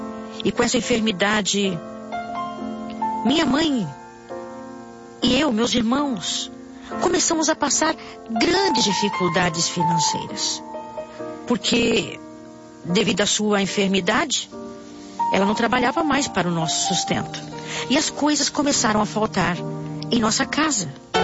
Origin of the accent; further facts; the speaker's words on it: Morretes, Paraná, Brazil; born there; Nasci na cidade de Sarapiá, em Morretes, Baixada Paranaense. Uma família simples, não conhecedora do Evangelho.